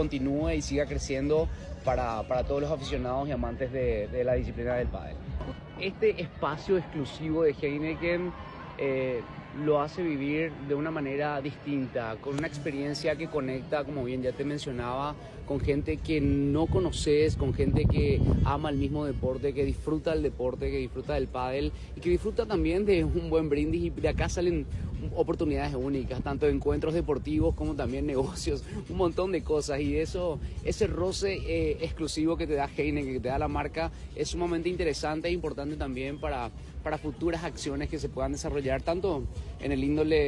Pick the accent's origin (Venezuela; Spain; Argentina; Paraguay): Paraguay; aquí en Paraguay, y ustedes saben, es una de nuestras mejores características como paraguayos.